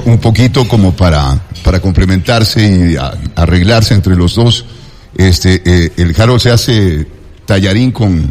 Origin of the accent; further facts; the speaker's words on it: Quito, Pichincha, Ecuador; yo sí, como buen quiteño